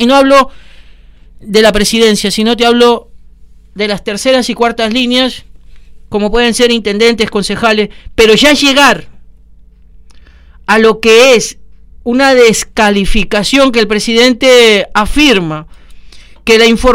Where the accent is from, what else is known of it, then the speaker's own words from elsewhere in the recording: Argentina; Sí, soy argentino. Tengo nacionalidad argentina.